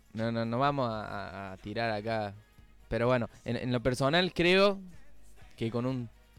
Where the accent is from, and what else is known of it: Argentina